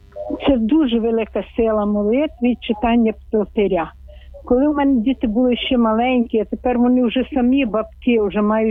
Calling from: Chernivtsi, Chernivtsi Oblast, Ukraine; бо ми з Чернівців, Західна Україна.

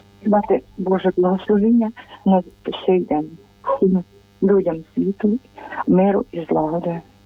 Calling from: Khmelnytskyi, Khmelnytskyi Oblast, Ukraine; Я із... Я із Хмельницького.

